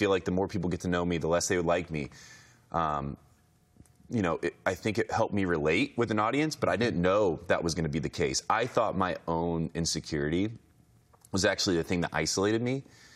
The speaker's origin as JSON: {"language": "English", "region": "Indiana", "country": "United States"}